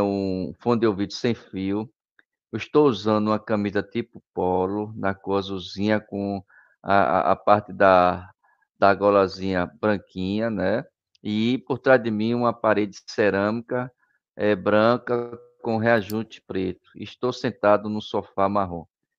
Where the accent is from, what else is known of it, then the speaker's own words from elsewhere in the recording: Recife, Pernambuco, Brazil; sou de Recife, Pernambuco